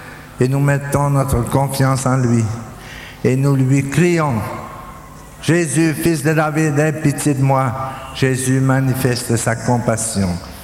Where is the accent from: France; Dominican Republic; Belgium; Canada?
Dominican Republic; Chez nous, en République dominicaine, nous avons une communauté charismatique